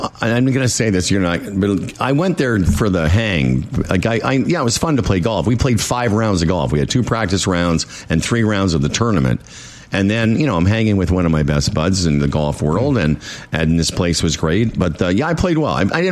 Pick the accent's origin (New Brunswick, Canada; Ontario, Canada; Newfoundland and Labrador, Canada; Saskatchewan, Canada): Saskatchewan, Canada; Moose Jaw; I grew up in Moose Jaw, as you both know, and the Moose Jaw Golf and Curling Club was not the fanciest of golf courses to start with.